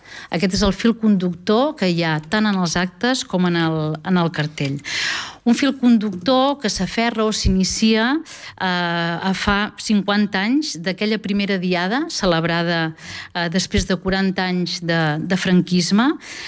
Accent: Catalonia, Spain; com a catalans i catalanes

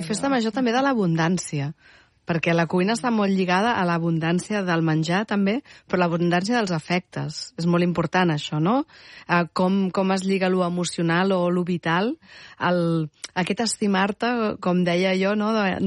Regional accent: Tarragona, Catalonia, Spain; Què t'he de dir, que jo soc de Tarragona?

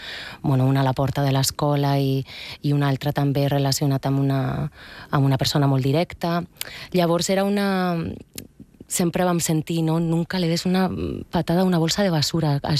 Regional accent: Bilbao, Basque Country, Spain; També és veritat que quan jo vaig créixer a Bilbao era una situació molt difícil.

